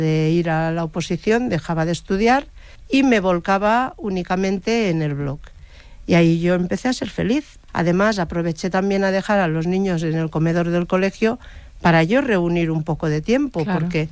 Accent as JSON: {"language": "Spanish", "town": "Lleida", "region": "Catalonia", "country": "Spain", "said": "Y yo soy de Lleida"}